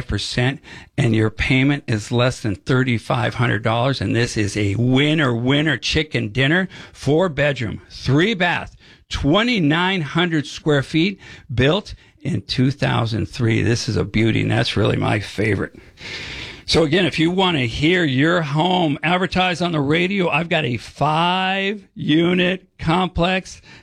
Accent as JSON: {"language": "English", "country": "Colombia", "lives_now": "United States", "said": "I love this station. I love this country. I'm a patriot from Colombia, and we are saving the American dream."}